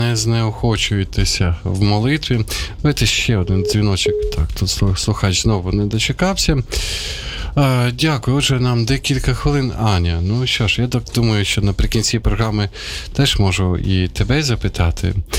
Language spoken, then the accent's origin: Ukrainian; Sumy, Sumy Oblast, Ukraine; born or raised there; moved away